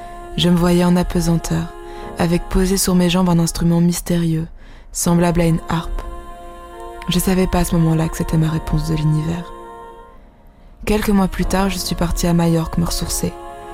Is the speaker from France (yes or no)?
no; Cameroon; now in Los Angeles, United States; Chez moi, au Cameroun. Ça faisait 10 ans que j'étais plus venue.